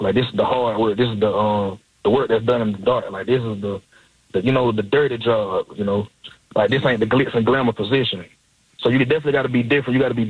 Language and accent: English; Georgia, United States; I'm originally from South Georgia, like